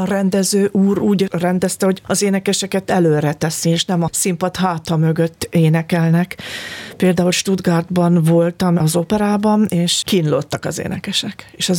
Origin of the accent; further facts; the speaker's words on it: Győr-Moson-Sopron, Hungary; ott nőttem föl, sokszor voltam ott nála, Jancsi faluban, Győr Jancsi faluban